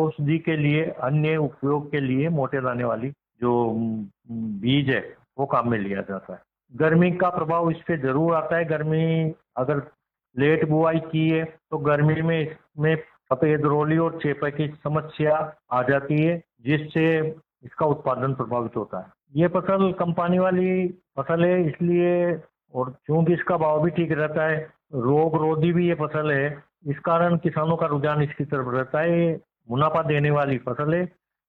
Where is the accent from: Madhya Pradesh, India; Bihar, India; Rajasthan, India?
Rajasthan, India; Gulkhedi; गांव गुलखेड़ी, तहसील चिपावड़ो, जिला बारा का रहने वाला हूँ।